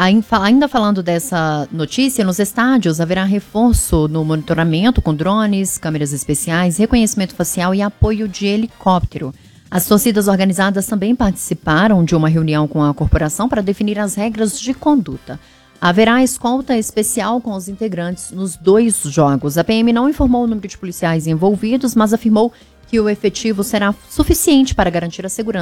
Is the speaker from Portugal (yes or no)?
no; Minas Novas, Minas Gerais, Brazil; Minas Novas, a minha cidade natal.